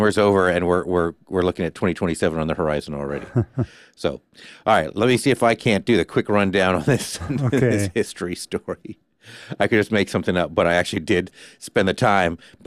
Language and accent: English; Alaska, United States; I'm from South Central Alaska.